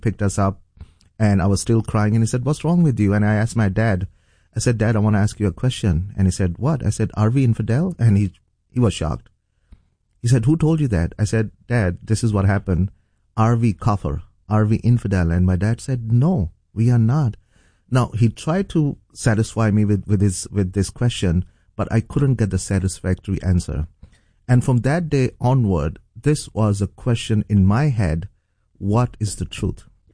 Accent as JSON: {"language": "English", "country": "Saudi Arabia", "tie": "born or raised there", "also_born_or_lived": "Pakistan", "said": "So I was born in Pakistan, And then at the age of 3, I ended up going to Saudi Arabia because my parents, they were working, both my mom and dad, they were working in Saudi Arabia."}